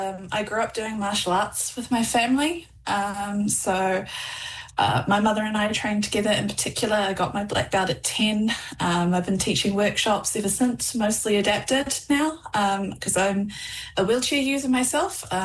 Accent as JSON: {"language": "English", "region": "Auckland", "country": "New Zealand", "tie": "born or raised there", "also_born_or_lived": "Taupo", "moved": "yes", "lives_now": "Whangarei, New Zealand", "said": "I'm based in Whangarei, but I was born in Auckland, grew up there, moved to Taupo. That's where my family is based."}